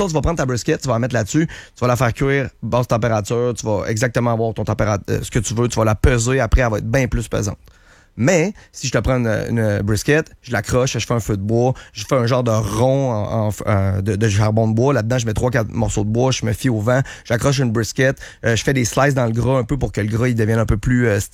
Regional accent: Saint-Jean-Chrysostome, Quebec, Canada; mon père, moi, on vient de Saint-Jean-Chrysostome, okay. Le Québec, ouais.

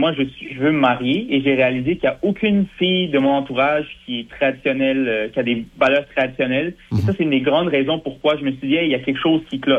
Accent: Venezuela; l'Amérique du Sud, du Venezuela.

